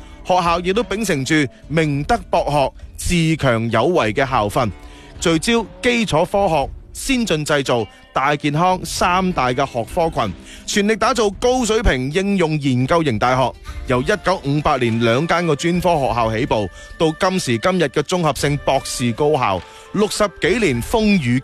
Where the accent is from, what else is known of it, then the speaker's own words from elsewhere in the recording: Foshan, Guangdong, China; 我们佛山人的这一种的精神呢，是从来都未变过。